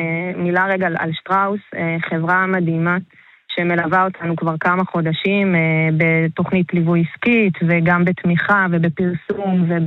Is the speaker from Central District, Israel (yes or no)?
no; Kibbutz Yiftah, Northern District, Israel; born there; אני נולדתי כאן אז אני באמת לא אובייקטיבית, אבל זה באמת האזור הכי יפה בארץ.